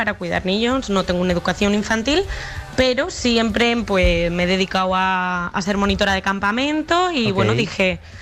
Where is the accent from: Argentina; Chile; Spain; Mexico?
Spain; Extremadura; accent: Madrid; also born or lived in Madrid; now in Ireland